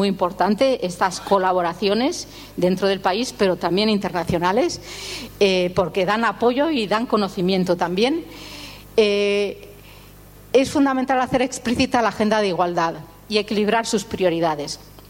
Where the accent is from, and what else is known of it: Spain